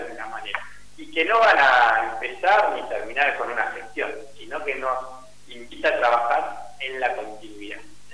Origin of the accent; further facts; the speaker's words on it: Caleta Olivia, Santa Cruz, Argentina; muy distinta a de donde yo vengo, ¿no? Como bien dijo Juan, Caleta Olivia, la provincia de Santa Cruz, la Patagonia, la estepa, la meseta